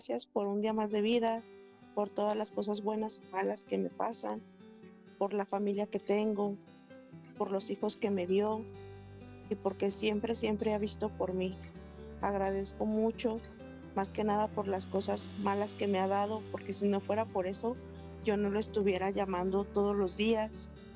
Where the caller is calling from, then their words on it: Tlajomulco de Zúñiga, Jalisco, Mexico; de aquí de Tlajomulco de Zúñiga.